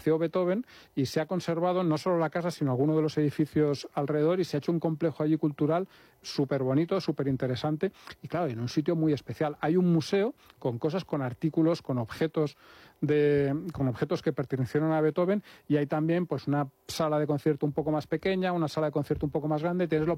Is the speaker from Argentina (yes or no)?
no; Spain; como buen español que estamos acostumbrados a que los ríos sean, pues como son aquí en España